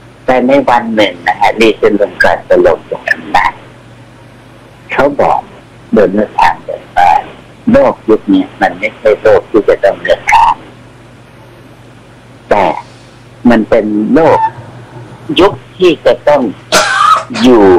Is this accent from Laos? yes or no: yes; Vientiane Province, Laos; พอข้ามไปปุ๊บนั่นแหละครับเรียกว่าบ้านเกิดบ้านเกิดก็เลยอยู่ในแขวงเวียงจันทร์ไม่ใช่นครหลวง